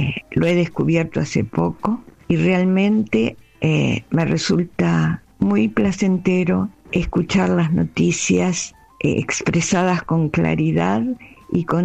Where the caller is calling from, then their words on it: Buenos Aires, Argentina; soy del barrio de Monte Castro.